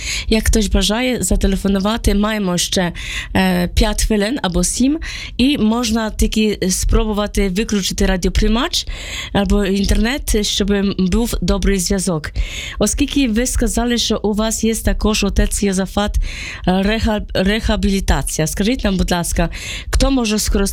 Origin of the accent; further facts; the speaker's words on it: Starunia, Ivano-Frankivsk Oblast, Ukraine; now in Chicago, United States; Я слухаю вас в Чикаго. Я сама родом зі Старуні.